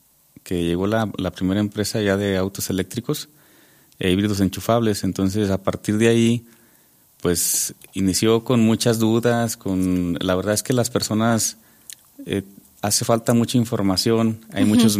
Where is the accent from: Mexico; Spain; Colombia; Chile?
Mexico; Villa Unión, Durango; now in Durango, Mexico; soy originario de Villa Unión, Puanas. Pues soy contador público egresado de la UGED, precisamente de la FECA.